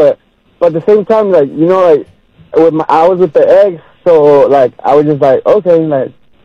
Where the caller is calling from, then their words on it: West Hollywood, California, United States; I'm from West Hollywood.